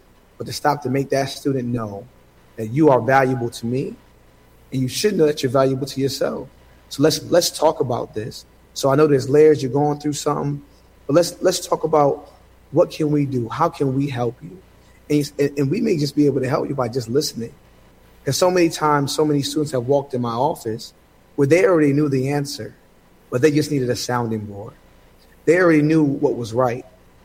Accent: Bridgeport, Connecticut, United States; when we were growing up in Bridgeport

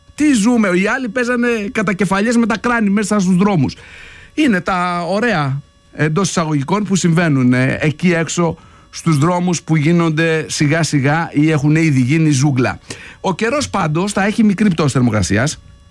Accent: Greece

